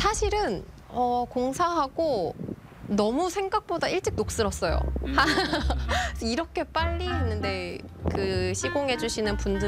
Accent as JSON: {"language": "Korean", "region": "mainland Korea", "country": "South Korea", "moved": "yes", "lives_now": "Jeju, South Korea", "said": "저희 육지 사람 입장에서는"}